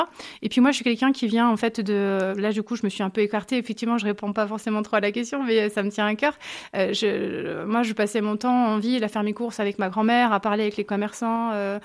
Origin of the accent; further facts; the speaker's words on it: Dijon, Bourgogne-Franche-Comté, France; moved away as an adult; also born or lived in Paris; Je suis revenue m'installer à Dijon, ma ville natale